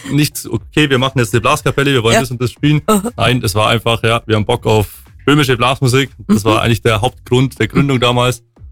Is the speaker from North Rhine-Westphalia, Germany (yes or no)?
no; Bavaria, Germany; genau die Region, in der wir beide aufgewachsen sind